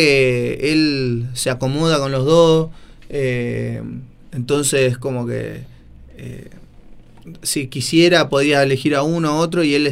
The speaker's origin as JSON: {"language": "Spanish", "country": "Argentina", "said": "desde lo que somos como pueblo argentino"}